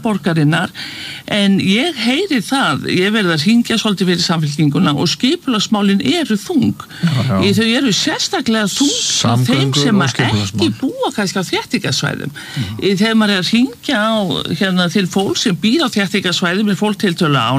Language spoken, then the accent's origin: Icelandic; Reykjavík, Capital Region, Iceland; en ég hef aldrei skilið það sem Breiðhyltingur.